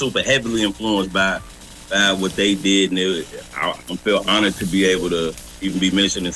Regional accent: Chicago, Illinois, United States; I'm not from the West Side. I'm from the South Side myself

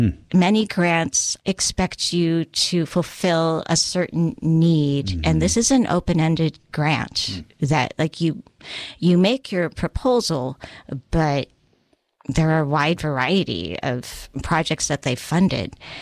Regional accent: San Diego, California, United States; here I am, this little brat at Paradise Hills, in Paradise Hills, going to school

